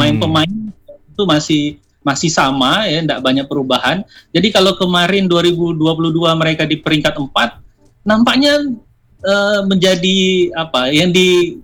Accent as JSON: {"language": "Indonesian", "country": "Indonesia", "said": "Tapi kita orang Indonesia sendiri"}